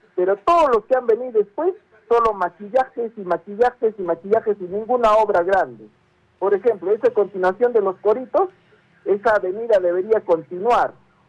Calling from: Arequipa, Peru; Yo soy de Bustamante y Rivero

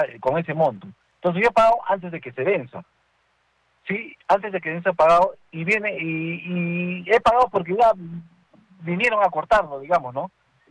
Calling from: Sachaca, Arequipa, Peru; Yo soy vecino de Sachaca.

